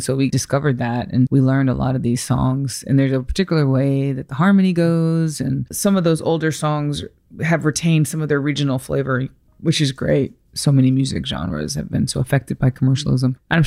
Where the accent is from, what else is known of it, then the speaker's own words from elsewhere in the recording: North Carolina, United States; So I'm from the Piedmont of North Carolina. It's like this area. It's just my part of it is in North Carolina.